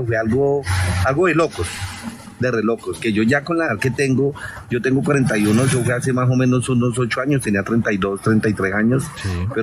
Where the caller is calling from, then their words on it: Ibagué, Tolima, Colombia; Desde la capital musical de Colombia.